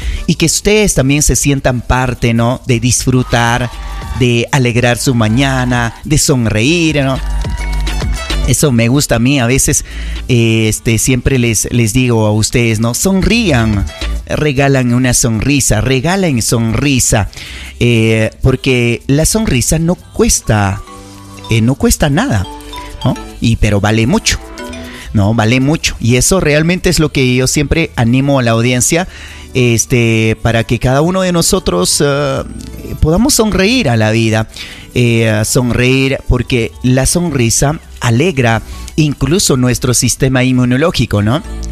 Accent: Sierra Centro-Sur, Peru; Todo lo que somos parte de la Sierra Centro-Sur es una tierra muy hermosa, muy bendecida

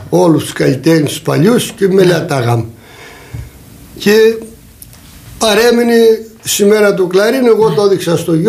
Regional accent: Agrinio, Western Greece, Greece; ο τόπος που μεγάλωσα, που γεννήθηκα, λέγεται Λαγκαδιά.

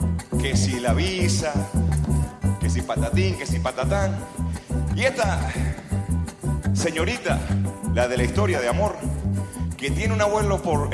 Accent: Nueva Esparta, Venezuela; Soy margariteño, sabes cómo es todo.

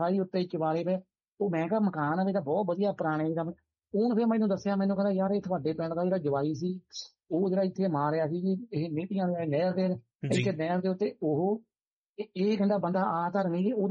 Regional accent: Palahi, Punjab, India; ਸਾਡੇ ਪਿੰਡ ਪਲਾਹੀ ਆ ਗਈ ਇਹ ਰਿਹਾਣਾ ਜੱਟਾਂ ਦੇ ਕੋਲ, ਪਿੰਡਿਆਂ ਨੇ ਵੀ ਜ਼ਮੀਨ ਉੱਥੇ ਖਰੀਦੀ ਵਾਲੀ।

